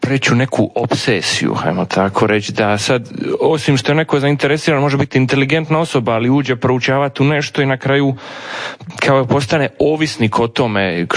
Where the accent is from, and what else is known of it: Dalmatia, Croatia